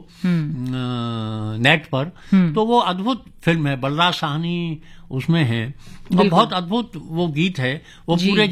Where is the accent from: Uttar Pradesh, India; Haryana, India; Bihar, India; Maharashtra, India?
Uttar Pradesh, India; ब्रज मेरी आत्मा में समाया हुआ है, मैं वहीं का रहने वाला हूँ।